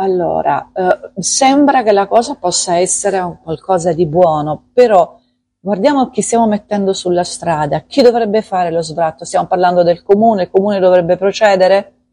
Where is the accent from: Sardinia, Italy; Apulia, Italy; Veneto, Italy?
Apulia, Italy; Io che sono pugliese